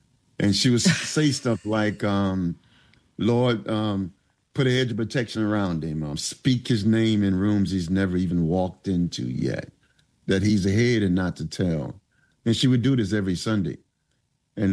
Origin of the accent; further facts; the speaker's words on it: Philadelphia, Pennsylvania, United States; moved away; I grew up in North Philadelphia.